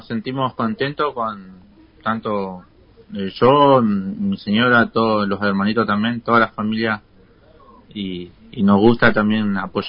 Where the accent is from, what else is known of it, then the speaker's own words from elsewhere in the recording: Neuquén, Argentina; now in Río Negro, Argentina; Nosotros venimos de la provincia de Neuquén, en la parte de la cordillera, así que bueno, venimos por el tema de trabajo para la zona de del valle, de acá de Río Negro